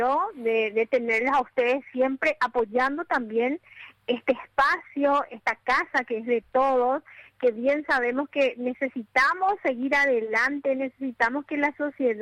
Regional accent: Paraguay; fechas importantísimas y fechas que nos tocan el corazón como paraguayos.

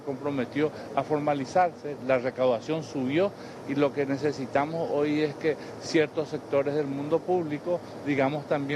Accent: Paraguay

